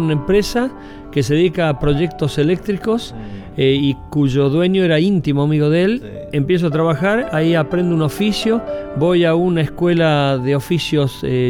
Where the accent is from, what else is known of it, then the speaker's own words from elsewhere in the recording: Córdoba, Argentina; born there; Nací en Córdoba, provincia de Argentina, y en una familia de 6 hermanos